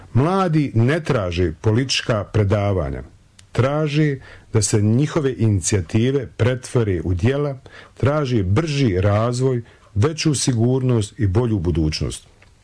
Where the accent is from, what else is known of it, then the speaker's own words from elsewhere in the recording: Ilijaš, Sarajevo Canton, Bosnia & Herzegovina; rođen sam i živim u Iljašu